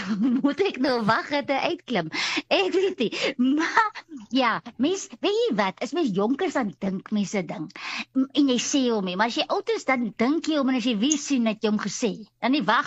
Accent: Garies, Northern Cape, South Africa; Kyk, ek kom van Garries, né? En daar leer jy swem op 'n nat waslap.

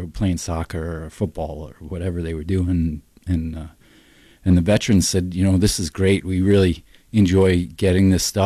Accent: New York, United States; moved away; I grew up in New York, so I was familiar with homeless people. Obviously, I am a veteran.

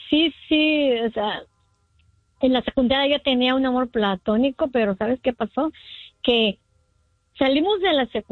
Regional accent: Mexico

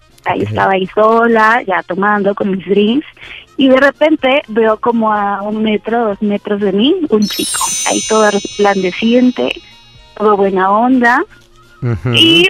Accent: Mexico City, Mexico; Tengo 30 años, soy de la Ciudad de México.

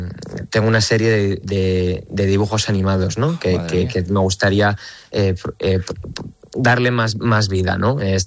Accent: Avilés, Asturias, Spain; yo soy de Avilés

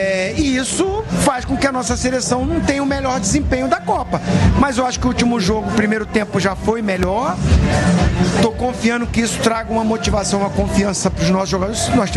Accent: Brazil; eu sou brasileiro

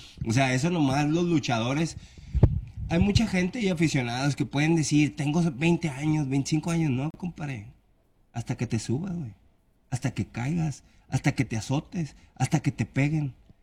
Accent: Monterrey, Nuevo León, Mexico; also born or lived in Mexico City; Somos porque yo soy regio. Somos porque yo soy de aquí

